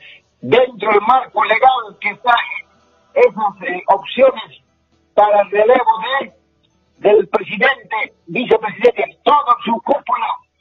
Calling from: Santa Cruz de la Sierra, Santa Cruz, Bolivia; Desde Satélite Norte, Santa Cruz

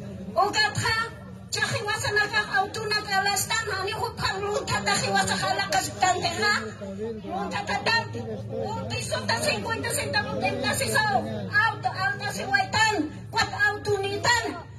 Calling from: Bolivia

